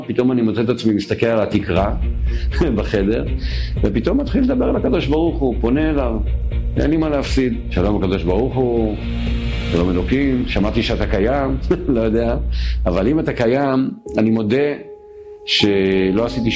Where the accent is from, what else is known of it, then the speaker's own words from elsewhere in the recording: Kfar Ruppin, Northern District, Israel; אני גדלתי בקיבוץ כפר רופין, קיבוץ חילוני